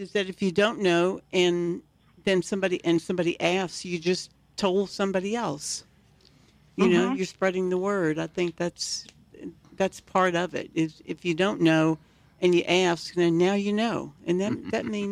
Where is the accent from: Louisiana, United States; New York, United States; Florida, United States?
Louisiana, United States; New Orleans; I'm born and raised in New Orleans. I'm from the Ninth Ward. I grew up here, spent my whole life here.